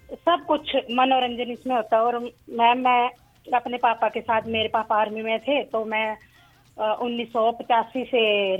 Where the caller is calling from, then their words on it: Baijnath, Himachal Pradesh, India; बैजनाथ गांव सोनपुर से बात कर रही हूँ।